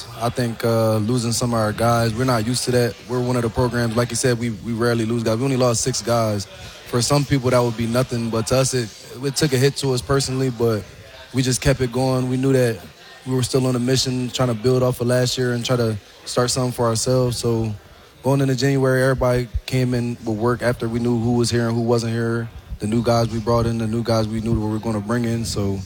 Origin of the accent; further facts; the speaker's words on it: Paulsboro, New Jersey, United States; I'm from Paulsboro, New Jersey. Back at home, I live with my mom and my sister.